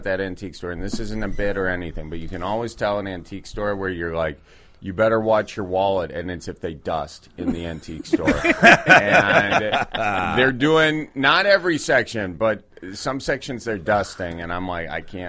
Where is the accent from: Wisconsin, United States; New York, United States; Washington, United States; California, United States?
Wisconsin, United States; Yeah, Wisconsin.